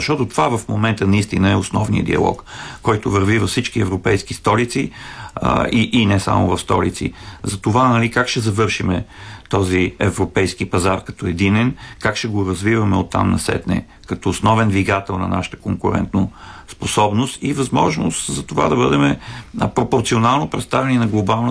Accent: Sofia, Sofia City, Bulgaria; говоря вече като софиянец

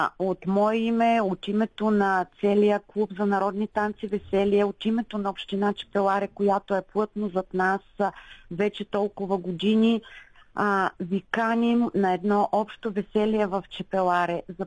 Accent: Rhodopes, Bulgaria; По-родопски, защото ние сме си родопчани едните и другите.

